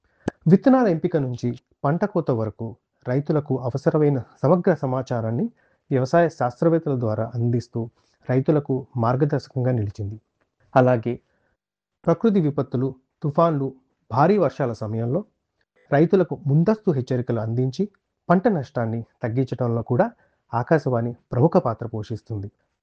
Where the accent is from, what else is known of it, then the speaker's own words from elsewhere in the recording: Hyderabad, Telangana, India; now in Australia; మా ఊరు హైదరాబాద్. ప్రస్తుతం నేను ఆస్ట్రేలియాలో రేడియాలజిస్ట్గా పనిచేస్తున్నాను.